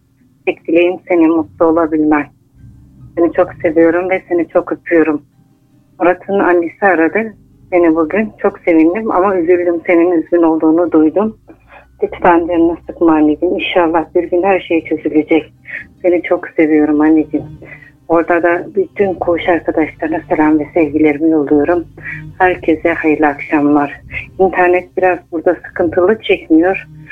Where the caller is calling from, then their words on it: Istanbul, Turkey; İstanbul'dan arıyorum.